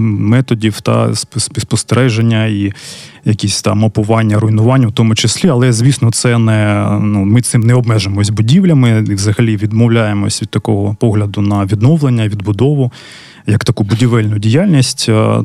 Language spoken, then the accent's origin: Ukrainian; Kharkiv, Kharkiv Oblast, Ukraine; Там, я харків'янин, більша частина команди теж з Харкова, всі ми дуже любимо своє місто